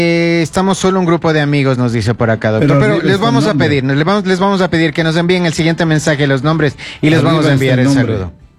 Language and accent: Spanish; Ecuador; now in United States; Por eso siempre digo acá en los Estados Unidos, yo soy ecuatoriano, orgulloso de mi música, de mi gente.